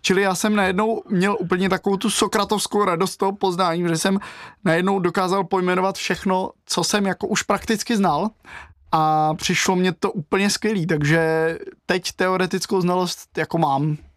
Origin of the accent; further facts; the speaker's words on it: Hradec Králové, Hradec Králové Region, Czechia; vlastně až třeba v 16 nebo 17 letech jsem začal chodit na hodiny klavíru k úplně úžasnému jazzmanovi u nás v Hradci